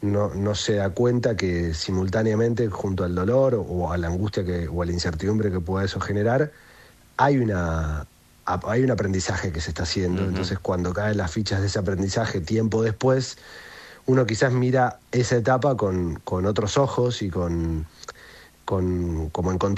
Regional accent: Bella Vista, Buenos Aires Province, Argentina; Yo me crié en Bellavista, provincia de Buenos Aires, que es zona noroeste, digamos, en el partido de San Miguel.

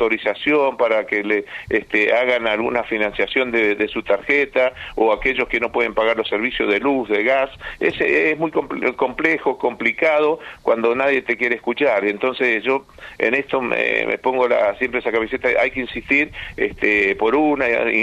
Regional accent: Argentina

